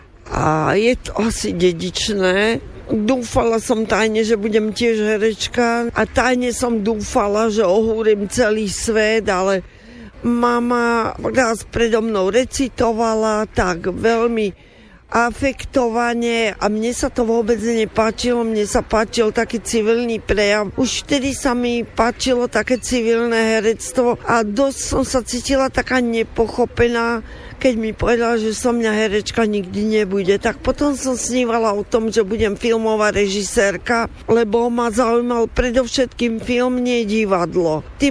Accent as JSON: {"language": "Slovak", "town": "Martin", "region": "Žilina Region", "country": "Slovakia", "said": "čítala som si aj to, že pochádzam z Martina, môj starý otec bol taký oneskorený štúrovec. Rozprávalo sa u nás správne po slovensky, hovorili aj nemecky, aj maďarsky"}